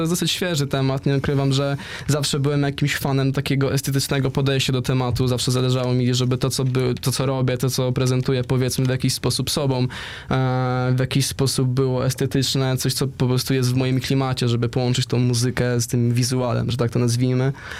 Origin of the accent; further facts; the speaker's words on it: United Kingdom; No przez pewien okres wychowywałem się właśnie w UK.